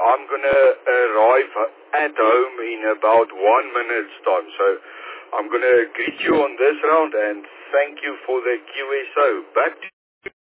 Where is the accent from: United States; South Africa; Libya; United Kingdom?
South Africa; I'm a South African.